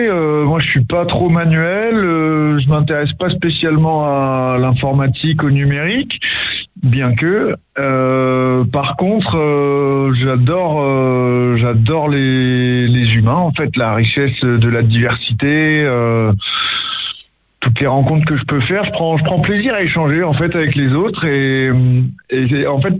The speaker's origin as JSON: {"language": "French", "town": "Incarville", "region": "Normandy", "country": "France", "tie": "born or raised there", "lives_now": "Rouen, France", "said": "j'ai 31 ans, j'habite actuellement à Rouen, mais j'ai grandi à Incarville"}